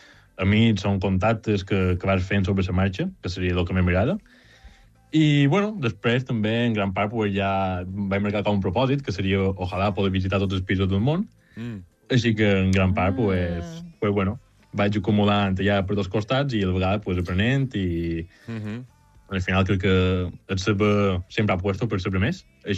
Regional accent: Porreres, Balearic Islands, Spain

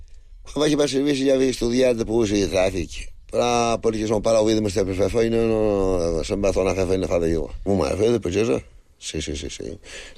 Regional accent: Balearic Islands, Spain; born there; Bueno, vaig néixer fa jo, a Sant Triau, en el barri de Sant Maixida. Això està ara anant cap a Campos

